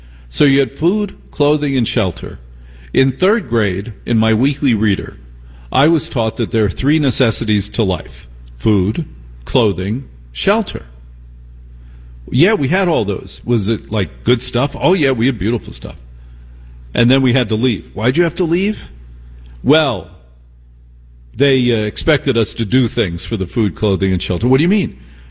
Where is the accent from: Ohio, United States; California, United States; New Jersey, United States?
New Jersey, United States; I'm from Jersey.